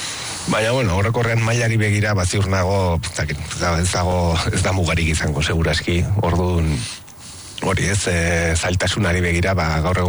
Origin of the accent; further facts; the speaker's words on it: Etxauri, Navarre, Spain; Bai, ba, netzako etxauri, jo, nire etxea da, eta ez dakit, hemen hazi naiz eskalatzaile bezala